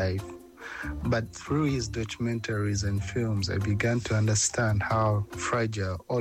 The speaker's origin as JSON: {"language": "English", "country": "Uganda", "tie": "born or raised there", "said": "Growing up in Uganda, nature was never something distant to me."}